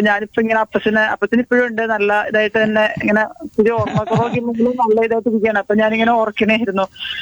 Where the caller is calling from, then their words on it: Ernakulam, Kerala, India; ഞാൻ എറണാകുളത്തുനിന്ന് വിളിക്കുകയാണ്.